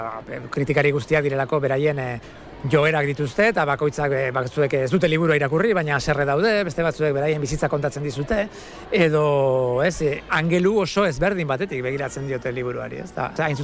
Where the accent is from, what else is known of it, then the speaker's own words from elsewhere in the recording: San Sebastián, Basque Country, Spain; born there; also born or lived in Lasarte; Donostiarra naiz izatez, Lasarten jaioa, baina Donostian dara matzatu 30 urte baino gehiago.